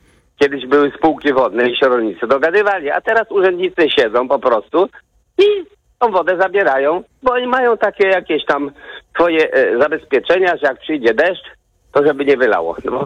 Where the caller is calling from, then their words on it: Nowakowo, Warmian-Masurian Voivodeship, Poland; u nas w Nowakowie